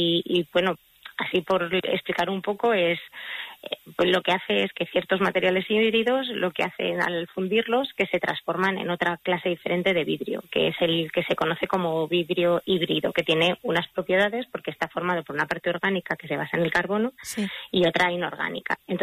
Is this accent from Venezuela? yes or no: no; Archilla, Castilla-La Mancha, Spain; Celia es de mi pueblo, de Archilla